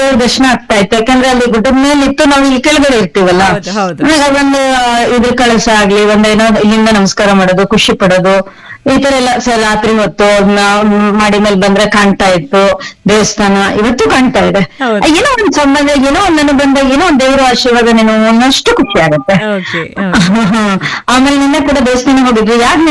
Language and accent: Kannada; Bengaluru, Karnataka, India; moved away as an adult; now in Shivamogga, India; ನಾವು ಹುಟ್ಟಿದ್ದು ಬೆಂಗಳೂರು. ಬ್ಯಾಂಗ್ಳೂರಲ್ಲಿ ಹನುಮನ್ ನಗರ ಅಂತಿದೆ, ಹನುಮನ್ ನಗರ ಹತ್ರ ಭಾರತ ಮಾತಾ ವಿದ್ಯಾಮಂದಿರ ಅಂತ ಸ್ಕೂಲ್ ಇದೆ.